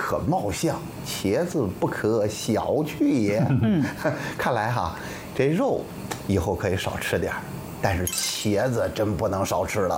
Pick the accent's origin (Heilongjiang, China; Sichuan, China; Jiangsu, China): Jiangsu, China; Xuzhou; 大家好，我是来自徐州的